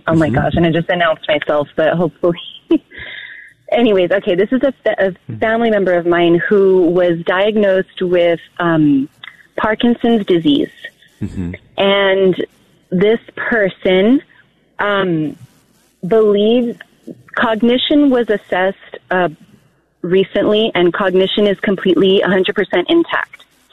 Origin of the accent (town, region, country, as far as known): Premont, Texas, United States